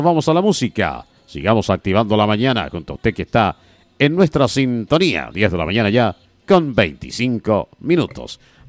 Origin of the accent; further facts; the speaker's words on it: Chile; Porque aquí somos chilenos los 365 días del año, no solamente para fiestas patrias.